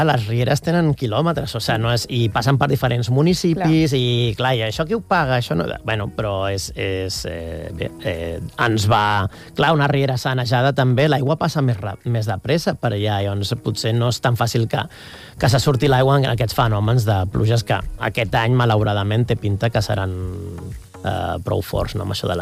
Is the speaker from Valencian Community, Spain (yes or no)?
no; Catalonia, Spain; jo que sóc del Maresme